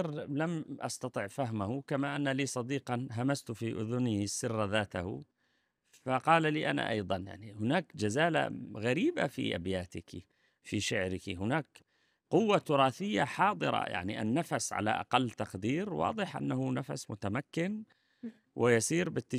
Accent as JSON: {"language": "Arabic", "country": "Syria", "said": "وعندنا في سوريا أيضا"}